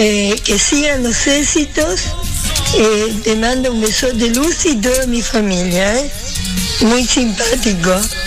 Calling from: Rosario, Santa Fe, Argentina; de Rosario.

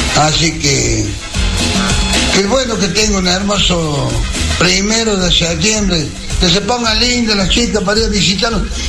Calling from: San Francisco del Chañar, Córdoba, Argentina

